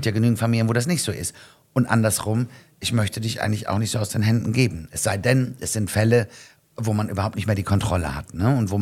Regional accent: North Rhine-Westphalia, Germany; Ich komme aus NRW, ja. Aber ich war schon immer so.

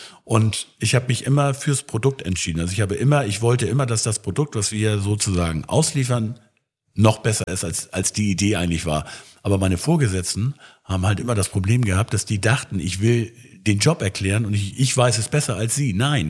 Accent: Schleswig, Schleswig-Holstein, Germany; Ich komme ja aus Schleswig, also ich bin ja geboren in Schleswig. Und da gibt es unten an der Schlei einen Stadthafen

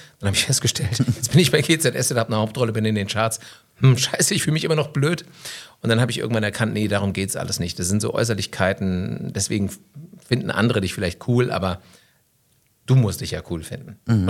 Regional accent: Hesse, Germany; accent: Hessian; ich babbel hessisch

